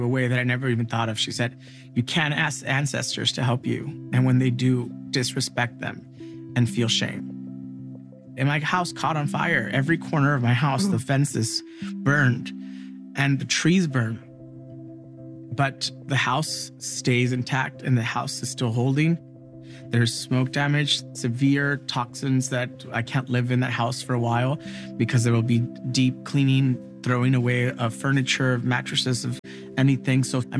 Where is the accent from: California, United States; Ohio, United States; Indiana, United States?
California, United States; San Gabriel Valley; I was born in Los Angeles. I grew up in SGV in San Gabriel Valley.